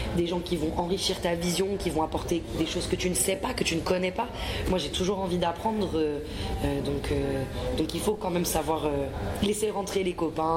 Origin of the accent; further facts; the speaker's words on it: France; je suis un projet francophone, je suis française.